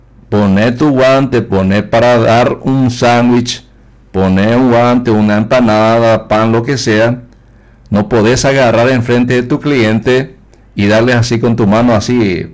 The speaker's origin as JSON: {"language": "Spanish", "country": "Paraguay", "said": "Yo soy norteño y aquí en la mañana al despertar, pulso del día."}